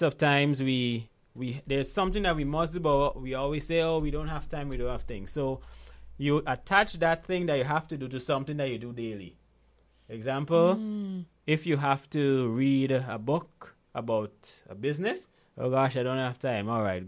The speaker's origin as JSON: {"language": "English", "country": "Guyana", "tie": "born there", "also_born_or_lived": "Grenada", "moved": "yes", "said": "I remember when I just moved back to Guyana in 2016, right? I was born in Guyana, by the way."}